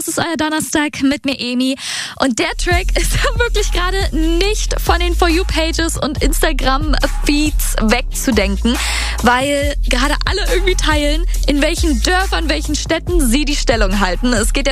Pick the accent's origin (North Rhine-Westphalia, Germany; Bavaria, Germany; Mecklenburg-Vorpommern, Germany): Mecklenburg-Vorpommern, Germany; Ich komme ja aus Mecklenburg-Vorpommern